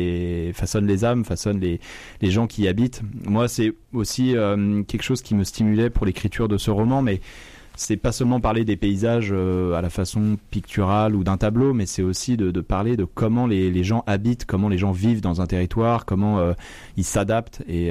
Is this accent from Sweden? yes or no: no; Auvergne-Rhône-Alpes, France; also born or lived in Chamonix; Je viens moi-même d'un territoire de montagne. Je suis né à Chamonix et j'ai grandi dans les Alpes